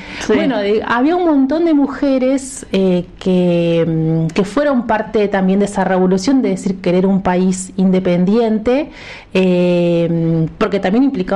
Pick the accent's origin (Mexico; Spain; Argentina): Argentina